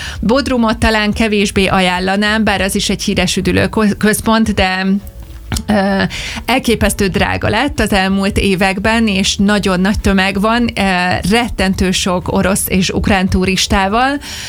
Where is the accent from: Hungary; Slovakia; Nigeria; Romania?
Hungary; magyarként